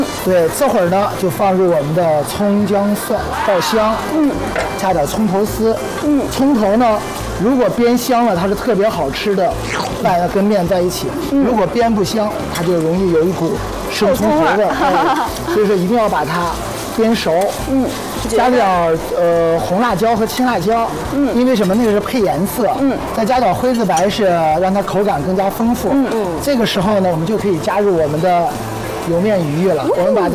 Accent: Shanxi, China; 我们山西人

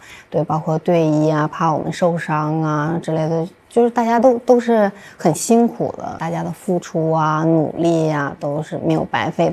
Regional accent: Tonghua, Jilin, China; now in Changchun, China; 我的家乡在通化嘛，然后我是从2010年被我家乡的教练送到了长春队。

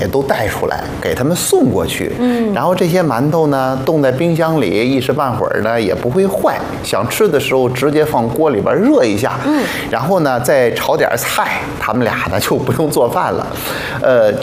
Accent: Xuzhou, Jiangsu, China; moved away; 我们老家徐州哈，就是吃面食。我小的时候我妈特别爱蒸那个大馒头

